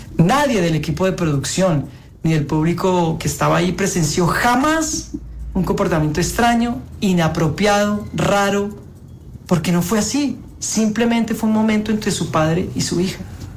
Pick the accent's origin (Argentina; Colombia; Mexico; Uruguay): Colombia; soy actor colombiano.